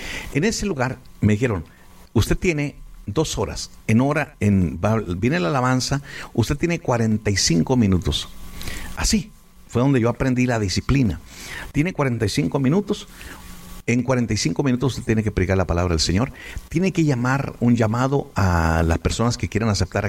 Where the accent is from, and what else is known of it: Ciudad Juárez, Chihuahua, Mexico; born or raised there